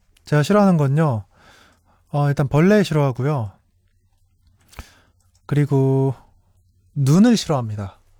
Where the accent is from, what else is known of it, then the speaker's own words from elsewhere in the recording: Cheonan, South Chungcheong, South Korea; 나의 고향은 충청남도 천안이고요. 병천에서 태어났습니다. 되게 따뜻한 환경에서 자랐고요. 그래, 부모님보다는 할머니, 할아버지 손에서 좀 오래 자랐습니다.